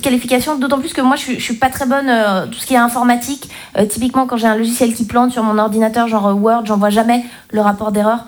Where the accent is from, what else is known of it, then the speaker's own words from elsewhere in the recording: Romandy, Switzerland; first language French; moi je viens de Suisse romande, chez moi on parle français, mais en même temps on n'a pas la même psychologie que les Français.